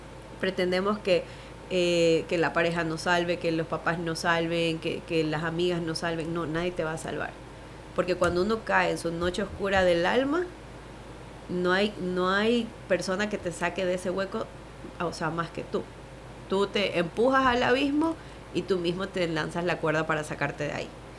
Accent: Ecuador; para quienes somos de Ecuador.

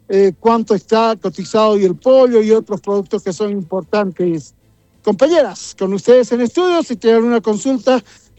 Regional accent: Bolivia; somos bolivianos

